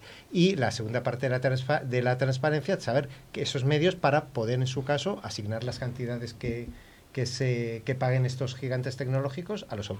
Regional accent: Basque Country, Spain; yo que soy vasco

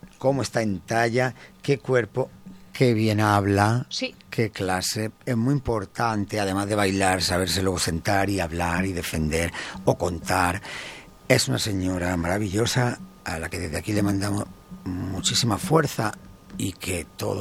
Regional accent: Spain; Porque claro, somos españoles, patrióticos, es nuestro país

